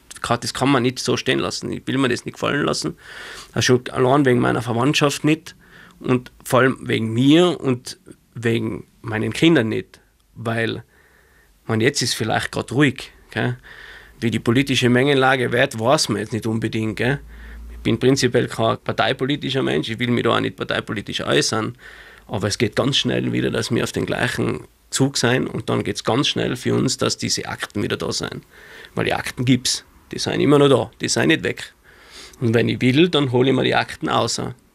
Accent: Innsbruck, Tyrol, Austria; Also bei uns in Innsbruck sagt man zu den nicht-jenischen Gatschi. Das ist jetzt zwar der Romanes-Ausdruck, weil der jenische Ausdruck wäre Ruch. Aber ich habe immer gesagt, ich bin ein Bauer und kein Jenischer.

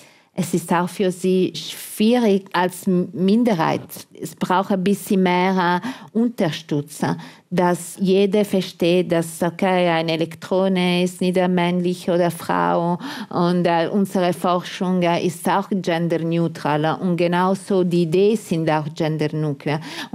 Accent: Italy; German is a second language; Und für mich als Italiener war etwas negativ, aber alle anderen waren zufrieden.

